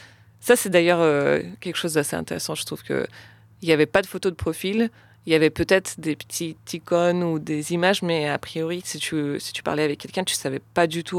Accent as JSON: {"language": "French", "country": "Russia", "tie": "born or raised there"}